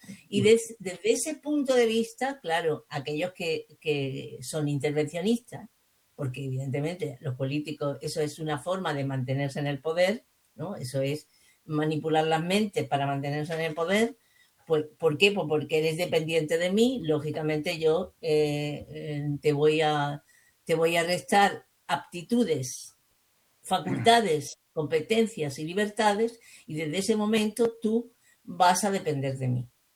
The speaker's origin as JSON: {"language": "Spanish", "country": "Spain", "said": "somos españoles y como tal queremos una identidad como españoles."}